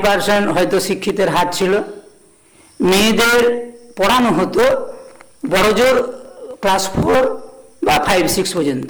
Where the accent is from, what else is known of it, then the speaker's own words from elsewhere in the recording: Kaloyakup, West Bengal, India; আমার বাড়ি ডেবরা থানার কালোয়াকুপ গ্রাম, পোস্ট ঝাঁঝিয়া, জেলা পশ্চিম মেদিনীপুর।